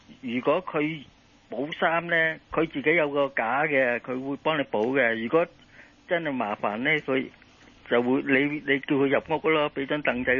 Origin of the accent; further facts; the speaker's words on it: Yuen Long, Hong Kong; 我以前住細個住元朗嘅